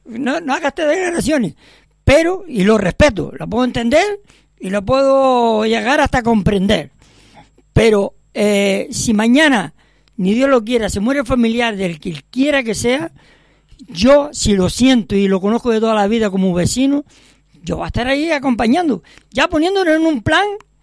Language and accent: Spanish; Vega de San Mateo, Canary Islands, Spain; me gustaría como ciudadano y votante en San Mateo que mi pueblo tenga lo mejor.